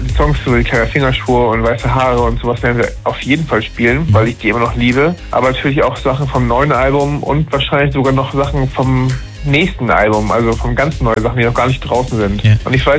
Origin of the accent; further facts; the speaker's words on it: Northern Germany, Germany; ich komme quasi auch aus dem Norden, nur von der anderen Seite.